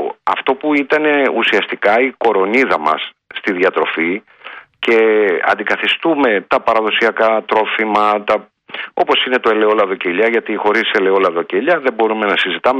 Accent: Greece; now in Laconia, Greece; στην κουλτούρα μας σαν Έλληνες και σαν ελληνικός λαός.

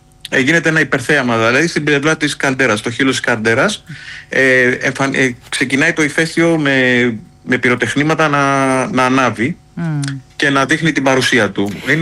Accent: Greece; Άλλη αντιμετώπιση έχω σαν Έλληνας.

